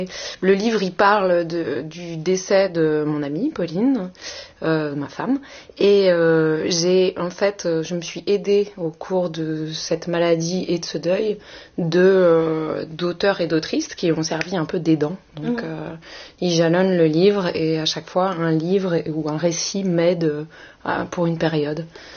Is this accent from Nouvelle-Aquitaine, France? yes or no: no; Pays de la Loire, France; now in Paris, France; Non, je suis du 4-4. Je suis de Loire-Atlantique à l'origine, mais ça fait 20 ans que j'habite à Paris.